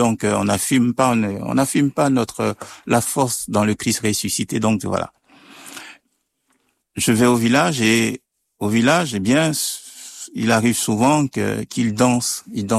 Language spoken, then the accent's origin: French; Côte d’Ivoire; also born or lived in Switzerland; Alors moi, je suis originaire de la Côte d'Ivoire. J'ai exercé comme prêtre en Afrique.